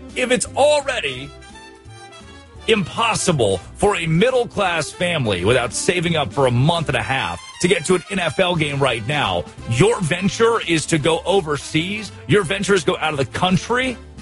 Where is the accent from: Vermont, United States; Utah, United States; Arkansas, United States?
Arkansas, United States; I grew up in Arkansas. Valonia, population 3,500.